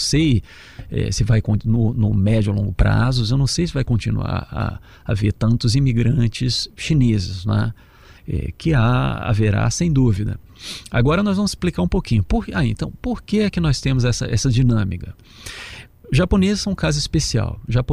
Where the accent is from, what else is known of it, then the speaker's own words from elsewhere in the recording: Brazil; Eu cresci no Brasil, os nossos laços com, óbvio, né, imigração japonesa, nós tivemos comunidades aqui em São Paulo, Paraná, etc.